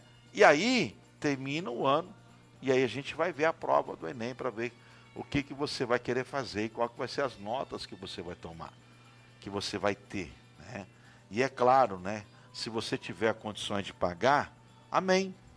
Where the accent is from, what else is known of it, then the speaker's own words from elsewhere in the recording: São Paulo, Brazil; moved away; no interior de São Paulo, onde nós moramos, onde eu fui criado